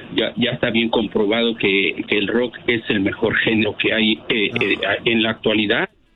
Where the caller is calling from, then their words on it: Mexico City, Mexico; soy de la Ciudad de México.